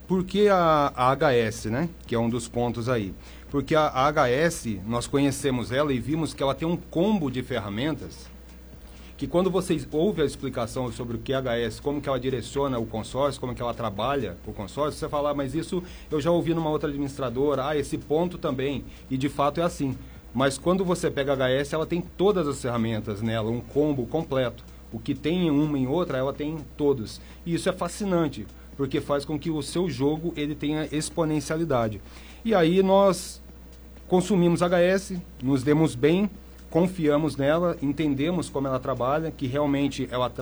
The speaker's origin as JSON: {"language": "Portuguese", "town": "Pindamonhangaba", "region": "São Paulo", "country": "Brazil", "tie": "born or raised there", "said": "Eu sou de Pindamonhangaba mesmo, então sou filho da cidade, né? Nascido e criado aqui. E por volta dos meus 19 anos, eu saí de Pinda, fui para fora para cumprir um objetivo pessoal, que é um serviço voluntário, e fiquei alguns anos fora"}